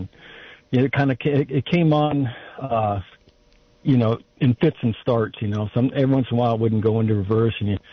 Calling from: Live Oak, California, United States; from Live Oak, and I'm in Scotts Valley right now.

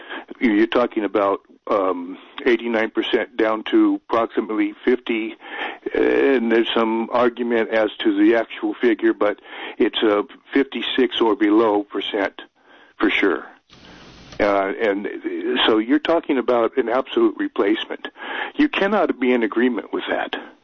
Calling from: Castro Valley, California, United States; Castro Valley.

